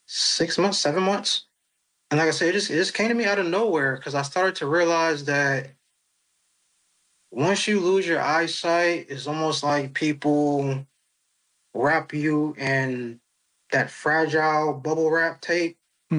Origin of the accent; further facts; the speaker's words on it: Virginia, United States; also born or lived in South Carolina; I'm 33. I've been living here in Virginia now for, basically my whole life, I guess you can say. I was born in South Carolina, but raised up here.